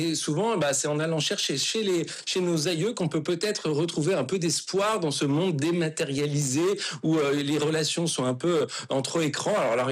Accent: France; born there; Et donc, je suis un pur européen, vraiment. Et donc, je suis né en France

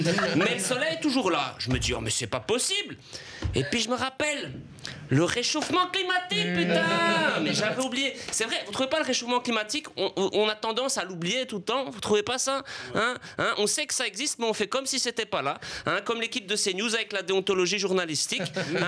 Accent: Belgium; moi je suis belge de naissance

